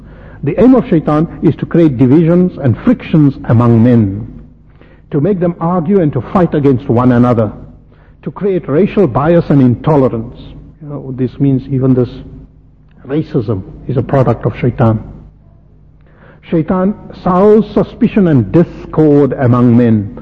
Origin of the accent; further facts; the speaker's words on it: South Africa; Here in South Africa, we know we've lived with it for so long.